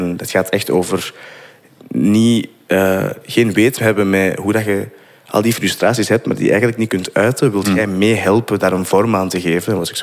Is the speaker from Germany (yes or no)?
no; Turnhout, Flanders, Belgium; Ja, ik ben van Turnhout.